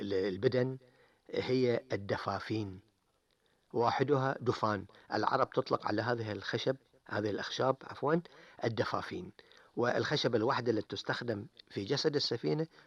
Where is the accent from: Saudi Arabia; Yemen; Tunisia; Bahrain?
Bahrain; آداب المخاطبة عندنا في البحرين